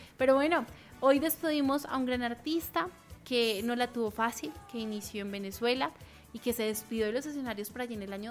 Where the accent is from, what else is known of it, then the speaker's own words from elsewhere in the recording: Bogotá, Bogotá Capital District, Colombia; nosotros como rolos